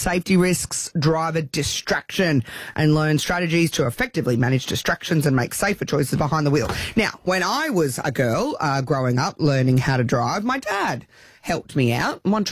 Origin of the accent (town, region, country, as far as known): Mullaney, Australia; born or raised there